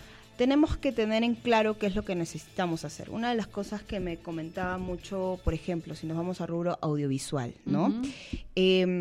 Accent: Lima, Peru; la altura me coge bastante porque yo vengo de Lima, ¿no?

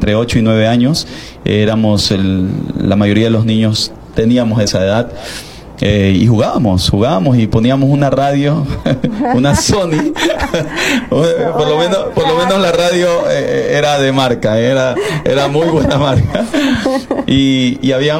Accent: San Lorenzo, Esmeraldas, Ecuador; now in Guayaquil, Ecuador; jugamos en mi natal San Lorenzo del Pailón, que les mando un fuerte abrazo y bendiciones a toda mi linda gente de Esmeralda, en especial a San Lorenzo. Mi tierra natal

